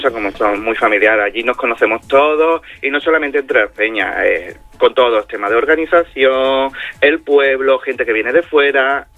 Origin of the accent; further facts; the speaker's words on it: Málaga, Andalusia, Spain; now in Extremadura, Spain; Yo no, de hecho yo soy malagueño.